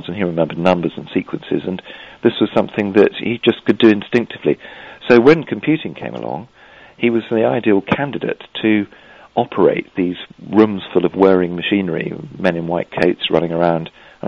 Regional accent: England, United Kingdom; I expect my accent gives me away.

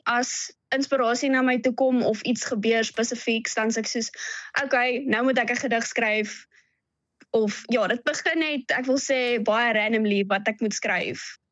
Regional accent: Middelburg, Eastern Cape, South Africa; also born or lived in Kimberley / Bloemfontein; now in Framesby, South Africa; Ag, ek was gebore in Kimberley. Toe bly ek vir baie lank in Middelburg Ooskaap. Toe was ek in hoërskool gewees in Sentraal Bloemfontein.

